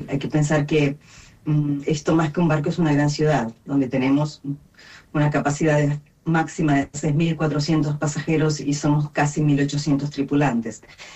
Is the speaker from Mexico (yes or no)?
no; Patagonia, Argentina; nosotros como argentinos y como patagónicos no tenemos a veces idea de la repercusión de nuestro país fuera de Argentina